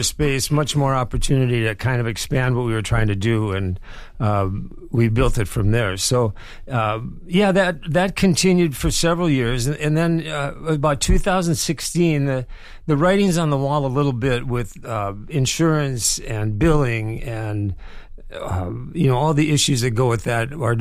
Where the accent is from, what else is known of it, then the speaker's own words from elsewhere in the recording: Decorah, Iowa, United States; Yeah, born and raised in Decorah, Les. My family, most of us are still here.